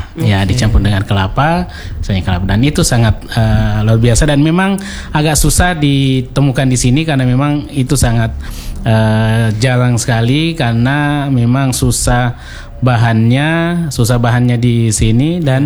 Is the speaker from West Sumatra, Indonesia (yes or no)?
no; South Sulawesi, Indonesia; now in Ternate, Indonesia; Jadi saya orang Bugis tapi suka sekali dengan pepeda